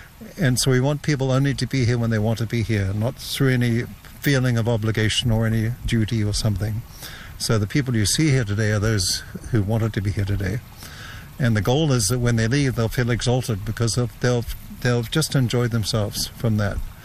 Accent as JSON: {"language": "English", "country": "New Zealand", "tie": "born or raised there", "said": "I grew up in New Zealand. And in New Zealand, as a post-war baby, we grew up in a much more frugal society than we are now."}